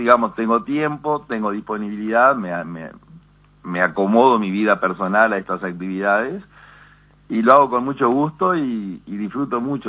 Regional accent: Paysandú, Uruguay; soy de Paysandú, la gente de Paysandú tiene un sentimiento muy, muy profundo con la historia de Leandro Gómez, el famoso sitio y todo eso

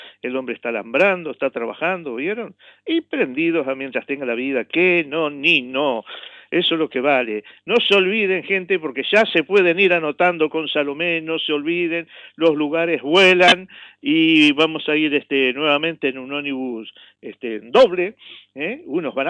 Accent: Uruguay; y como solidario que somos los uruguayos, yo sé que va a reunir mucha gente.

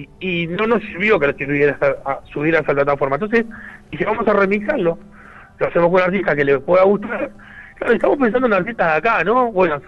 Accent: Uruguay; somos de Uruguay.

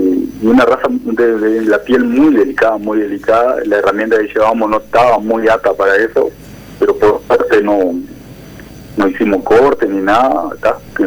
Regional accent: Uruguay; nosotros como uruguayos

